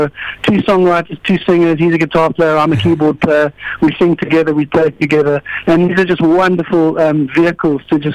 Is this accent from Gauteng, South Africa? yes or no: no; Hout Bay, Western Cape, South Africa; I grew up in Hart Bay, and it was a school holiday, June, July, you know, that classic northwester